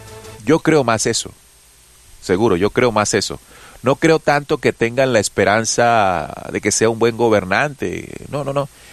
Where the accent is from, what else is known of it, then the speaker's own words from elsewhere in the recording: Colombia; nosotros acá, como colombianos de pie